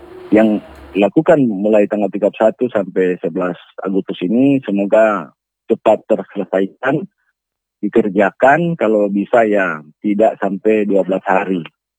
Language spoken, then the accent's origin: Indonesian; North Sulawesi, Indonesia; kita warga Kepulauan